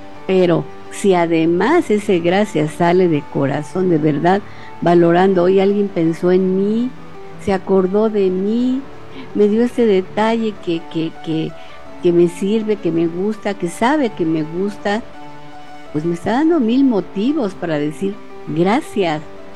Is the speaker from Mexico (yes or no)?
yes; Mexico